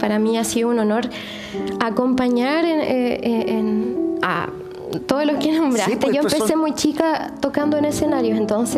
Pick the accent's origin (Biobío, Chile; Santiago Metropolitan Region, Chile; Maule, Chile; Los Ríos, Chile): Los Ríos, Chile; La Unión; also born or lived in Valdivia; Soy valdiviana, nací en Valdivia, pero crecí en La Unión, un pueblito más al sur.